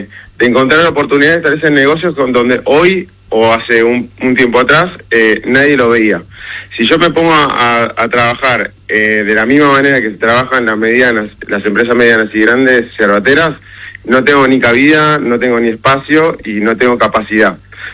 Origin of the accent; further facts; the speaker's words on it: Buenos Aires, Argentina; Soy una persona de Capital Federal.